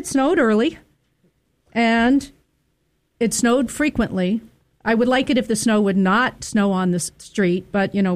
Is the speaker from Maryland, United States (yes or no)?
yes; Baltimore, Maryland, United States; moved away; I grew up with on the East Coast in Baltimore